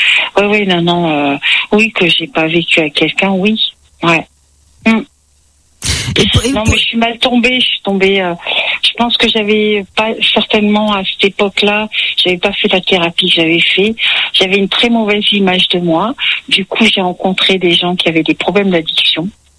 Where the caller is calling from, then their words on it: Clermont-Ferrand, Auvergne-Rhône-Alpes, France; c'est une grande ville, oui, oui. J'habite à Clermont-Ferrand, en plus.